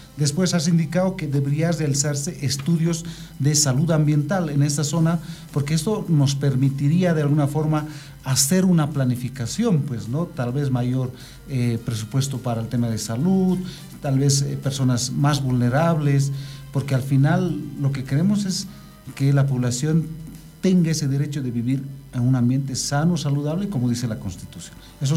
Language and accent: Spanish; Corque, Oruro, Bolivia; yo soy del municipio de Corque